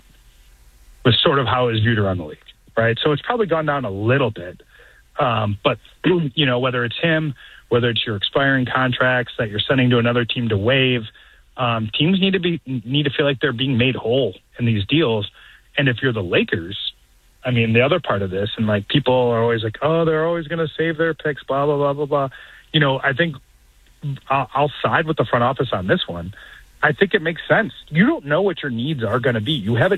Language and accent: English; Chicago, Illinois, United States; now in Los Angeles, United States; I'm from Chicago, but home for me, but home for me is Los Angeles now.